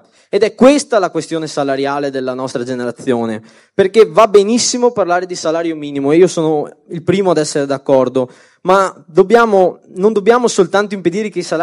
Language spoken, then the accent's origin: Italian; Veneto, Italy; io vengo dalla Riviera del Brenta, che è un territorio tra Venezia e Padova